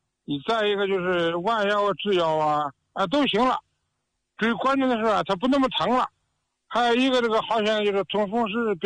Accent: Baoding, Hebei, China; 我是河北保定的。

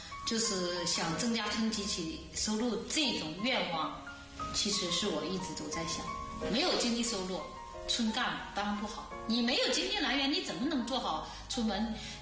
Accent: China; 因为我是这出生这儿长在这儿的

